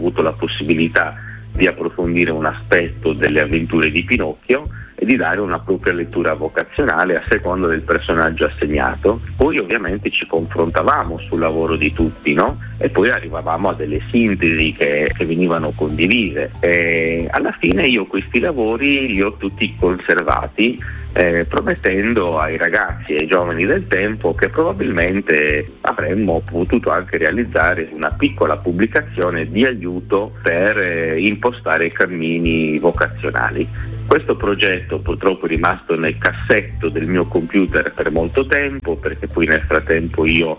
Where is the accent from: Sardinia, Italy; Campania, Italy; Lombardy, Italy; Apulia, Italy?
Sardinia, Italy; Olbia; now in Palau, Italy; io sono originario di Olbia, manco però dalla mia città da diversi anni per ragioni di impegno pastorale. Attualmente sono parroco a Palau